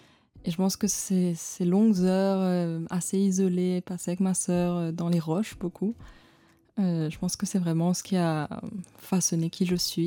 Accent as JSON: {"language": "French", "town": "Tamarin", "region": "Black River", "country": "Mauritius", "tie": "born or raised there", "also_born_or_lived": "Germany", "said": "moi, j'ai grandi beaucoup, j'ai l'impression vraiment... là où j'habite en fait et quand on est jeune j'habite, j'ai l'impression que ma vie était entre là où j'habite à Tamarin"}